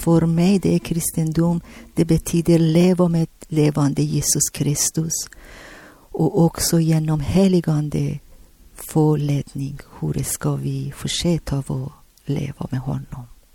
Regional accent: Tehran, Tehran Province, Iran; Swedish is a second language; moved away as an adult; now in Sweden; när jag kom från Teherankyrkan direkt, jag gick på i Vårgårda Pingstkyrkan.

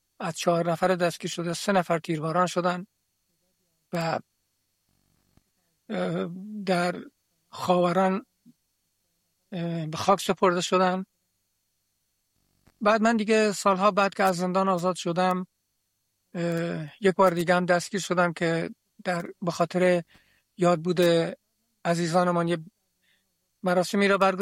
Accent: Kermanshah, Iran; در شهرستان کرمانشاه به دنیا آمدم، در همونجا درس خواندم، دیپلمم رو در همون شهر گرفتم.

